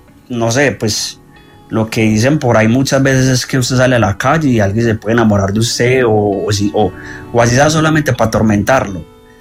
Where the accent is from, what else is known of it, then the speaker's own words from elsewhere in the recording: Antioquia, Colombia; moved away; todo empezó en el pueblo de donde yo soy, que es como hacia el nordeste